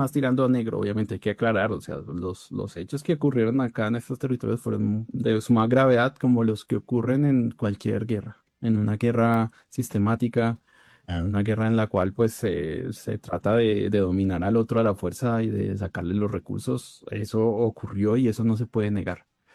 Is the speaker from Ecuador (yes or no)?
no; Bogotá, Colombia; O sea, yo pues soy bogotano y caminaba por las calles